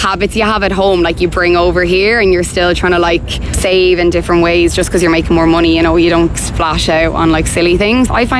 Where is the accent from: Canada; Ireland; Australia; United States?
Ireland; County Meath; like I'm from Meath, but I lived up in Dublin